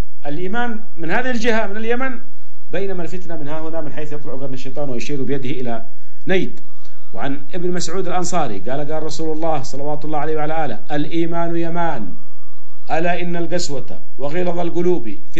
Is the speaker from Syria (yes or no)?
yes; Syria; هم ينشئونهم عندنا في سوريا عندنا بعيد عن أوطانهم